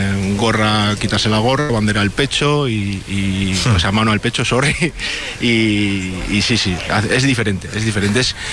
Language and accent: Spanish; Bilbao, Basque Country, Spain; moved away as an adult; now in Chattanooga, United States; Pues soy de Bilbao, vine aquí a trabajar a principios de año y aquí sigo